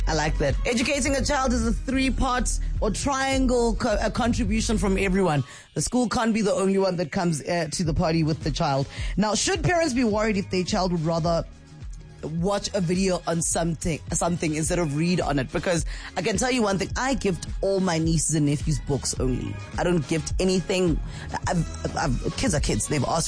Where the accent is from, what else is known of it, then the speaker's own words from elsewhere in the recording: Soweto, Gauteng, South Africa; Because I know growing up in Soweto, there were libraries in every area.